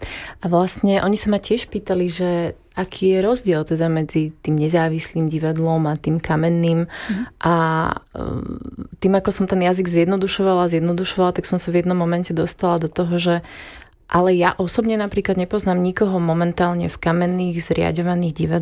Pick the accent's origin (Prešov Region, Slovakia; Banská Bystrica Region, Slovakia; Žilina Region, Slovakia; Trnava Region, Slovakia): Banská Bystrica Region, Slovakia; Detva; moved away; sama som z detví, z malého mesta